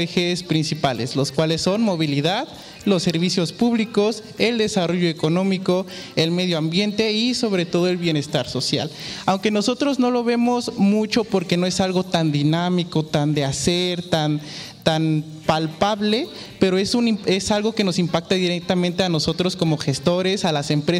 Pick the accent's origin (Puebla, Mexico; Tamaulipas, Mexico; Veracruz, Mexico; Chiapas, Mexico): Veracruz, Mexico; Xalapa; Soy de aquí, de Jalapa, ¿sí? Orgullosamente jalapeño.